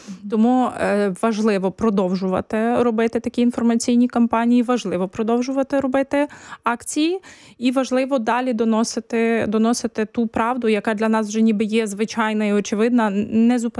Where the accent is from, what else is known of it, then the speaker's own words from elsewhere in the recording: Ternopil Oblast, Ukraine; now in Poland; Я з Тернопільської області